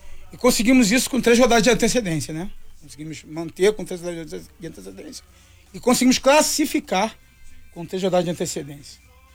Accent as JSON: {"language": "Portuguese", "region": "Rio de Janeiro", "country": "Brazil", "moved": "as an adult", "lives_now": "Minas Gerais, Brazil", "said": "eu sou do Rio de Janeiro"}